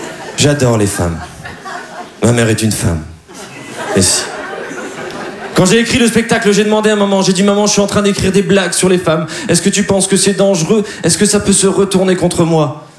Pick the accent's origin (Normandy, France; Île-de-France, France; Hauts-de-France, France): Hauts-de-France, France; Dunkirk; Eh bien, moi, je suis de Dunkerque.